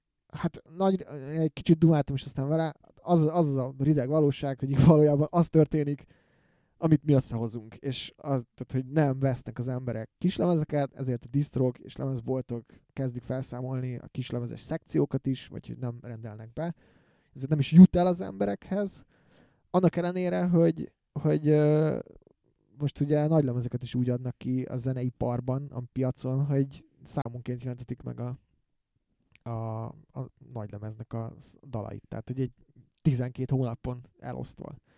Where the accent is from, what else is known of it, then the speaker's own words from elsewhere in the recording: Hungary; Magyar vagyok